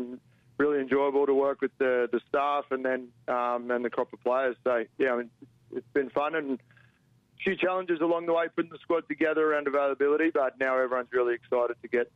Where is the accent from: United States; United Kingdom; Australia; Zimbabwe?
Australia; Queensland; also born or lived in Portugal / New Zealand; now in Perth, Australia; Yeah, I'm initially from Queensland, and then I spent a long time overseas. I was in Portugal for 8 years and New Zealand for a couple